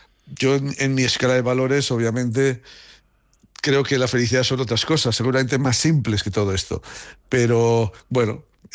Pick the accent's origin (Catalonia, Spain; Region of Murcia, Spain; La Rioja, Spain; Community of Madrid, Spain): La Rioja, Spain; Haro; yo me he sentido siempre y me siento muy querido en mi pueblo. Mi pueblo, que la alcaldesa cuando me oye hablar así se enfada porque dice … que Haro es una ciudad.